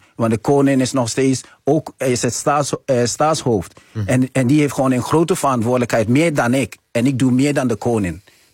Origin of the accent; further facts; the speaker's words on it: Amsterdam, North Holland, Netherlands; Ik ben opgegroeid in de Bijl, maar ik woon nog steeds daar.